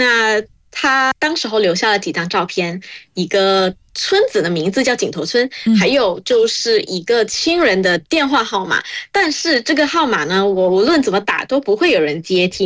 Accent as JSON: {"language": "Chinese", "country": "Malaysia", "tie": "born or raised there", "said": "作为一个土生土长的马来西亚华人"}